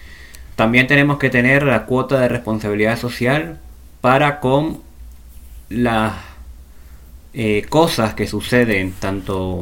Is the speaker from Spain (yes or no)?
no; Venezuela; now in Santiago, Chile; ustedes saben que yo soy venezolano, tengo ya varios años residenciado acá en Santiago de Chile.